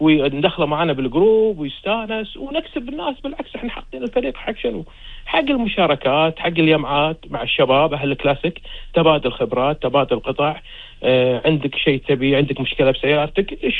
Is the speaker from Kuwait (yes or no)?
yes; Kuwait; حق ديرتنا الحبيب الكويت